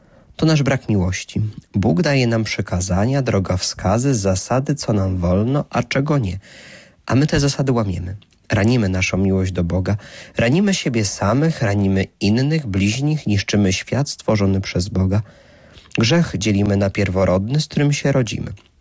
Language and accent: Polish; Pilchowo, West Pomeranian Voivodeship, Poland; now in Szczecin, Poland; w mojej rodzinnej parafii w kościele w Pilchowie